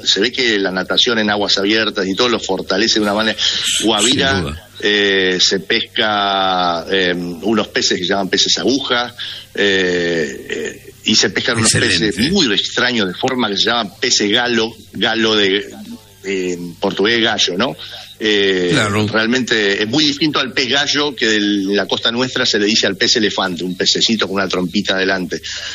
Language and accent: Spanish; Argentina; Hola, soy de Argentina, me gusta la pesca, me gustaría estar con vos un rato acá, a verte.